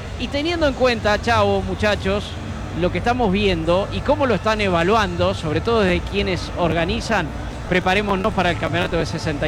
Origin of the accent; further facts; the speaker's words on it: Puan, Buenos Aires Province, Argentina; porque está, como está siempre, la bandera de mi pueblo, ¿eh? Está allí la bandera de Puan, siempre en la tribuna.